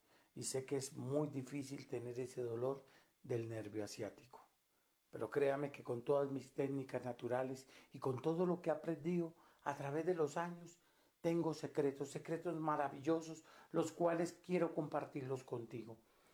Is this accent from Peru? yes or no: no; Catemaco, Veracruz, Mexico; Por eso yo estoy aquí, poniendo la cara en alto y diciendo que soy un hijo de Veracruz, de Catemaco, Veracruz